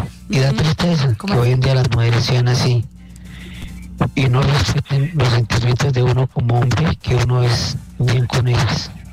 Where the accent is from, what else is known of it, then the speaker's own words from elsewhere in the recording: Cerizo, Boyacá, Colombia; Bueno, soy de Cerizo, Boyacá.